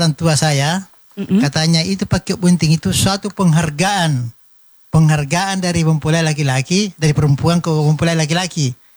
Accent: Makassar, South Sulawesi, Indonesia; Jadi ini suatu tradisi bagi kita orang Makassar, pada umumnya daerah ini Bantaeng, Jeneponto, Takalar, Makassar, Maros.

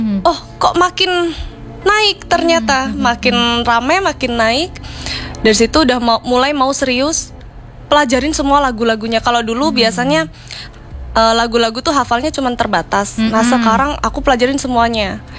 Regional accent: Jember, East Java, Indonesia; moved away as an adult; now in Jakarta, Indonesia; Saya Jawa, Jawa Timur asli, lahir di Jember. Jadi 19 tahun … jadi manusia Jember. 19 tahun lalu pindah ke Jakarta

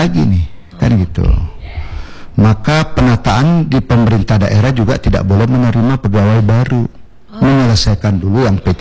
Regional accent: Batam, Riau Islands, Indonesia; now in Batam Centre, Indonesia; saya orang Bengkong. Sampai sekarang belum saya urus nih. Masih KTP gua, KTP Bengkong gitu, kakak Bengkong. Padahal saya udah tinggal Batam Center.

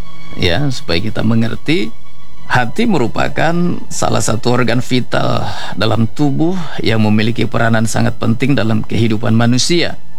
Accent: Papua, Indonesia; Istilah kita orang Papua bilang

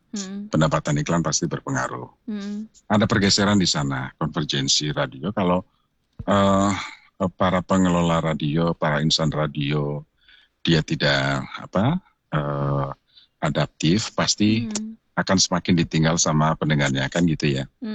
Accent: Tegal, Central Java, Indonesia; now in Jakarta, Indonesia; Asli Ortega. Ortega itu orang Tegal asli.

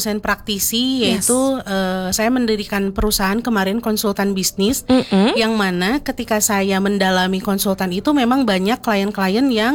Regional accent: Garut, West Java, Indonesia; now in Bandung, Indonesia; Berhubung saya berasal dari Garut yang Sunda banget.

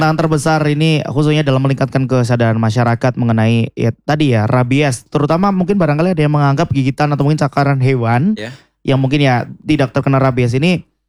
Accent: Banyumas, Central Java, Indonesia; sebagai warga Banyumas

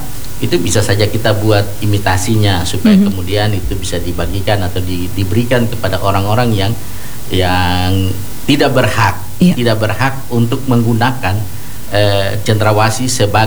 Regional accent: Papua, Indonesia; diri kita sebagai orang Papua yang ada di atas tanah ini

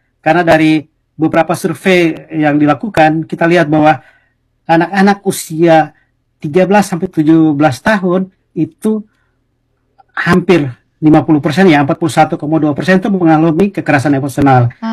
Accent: Surabaya, East Java, Indonesia; kampung saya Surabaya

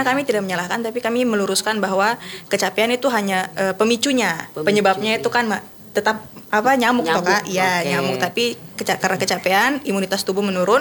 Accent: Walma, Papua, Indonesia; Dari kampung Walma, distrik Skanto.

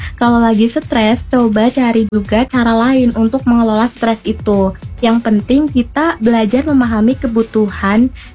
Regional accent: Banjarnegara, Central Java, Indonesia; Enggak Kak, aku asli Banjarnegara.

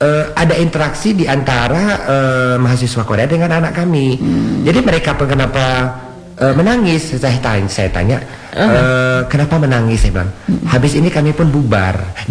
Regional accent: Aceh, Indonesia; kita Gayo itu harus bangga dengan identitas kita.

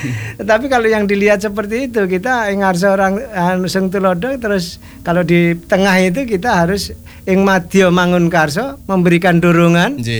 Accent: Java, Indonesia; Kita asal kita dari Jawa

